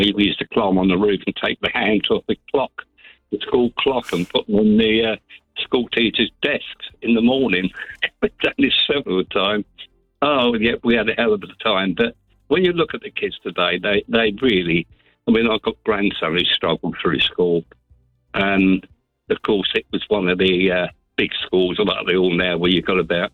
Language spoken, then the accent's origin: English; High Wycombe, South East England, United Kingdom; born there; also born or lived in London; when I moved from London to High Wycombe